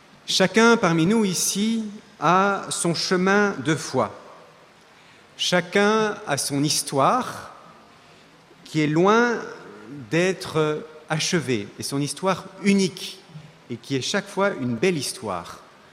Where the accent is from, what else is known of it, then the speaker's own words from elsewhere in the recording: Belgium; moi je viens de Belgique